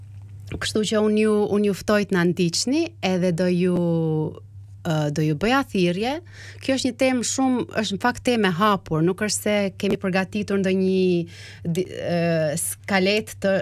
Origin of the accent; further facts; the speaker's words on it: Has, Kukës County, Albania; Unë jam nga Veriu i Shqipëris, nga Hasi.